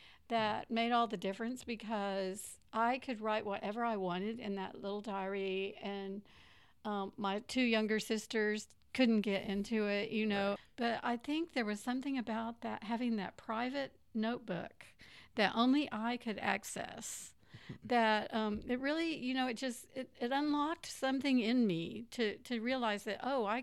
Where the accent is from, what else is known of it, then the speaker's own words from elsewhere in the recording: Houston, Texas, United States; also born or lived in North Carolina / Iowa / Dallas; Well, I grew up in Houston. I was actually born in North Carolina. My dad was in the service and he was stationed out there. But my family is from Houston. And so that's where I grew up.